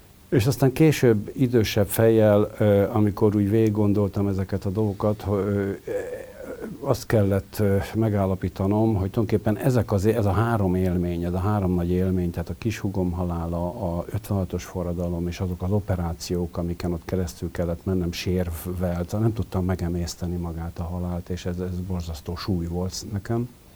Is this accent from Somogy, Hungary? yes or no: no; Budapest, Hungary; 50-ben születtem itt Budapesten, a belvárosba, még a Paulai Ede utca egy számba, ott a régen a Sirály étterem volt, ma már azt hiszem, hogy nincs ott az Erzsébet térnél. És egészen 8 éves koromig laktunk itt a belvárosba, és akkor költöztünk Budára